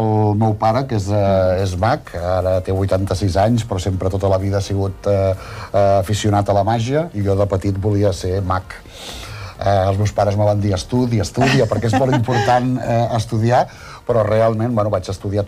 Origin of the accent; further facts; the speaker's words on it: Bràfim, Catalonia, Spain; Sí, jo soc de Bràfim, és un poblet de 700 habitants